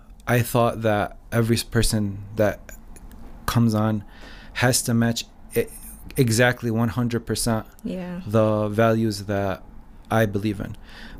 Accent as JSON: {"language": "English", "country": "Lebanon", "tie": "born or raised there", "moved": "as an adult", "said": "I came from Lebanon 6, 7 years ago."}